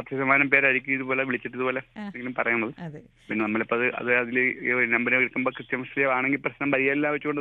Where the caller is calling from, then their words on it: Thuravoor, Kerala, India; ഇത് സ്ഥലം തുറവൂര്, ചേർത്തല തുറവൂർ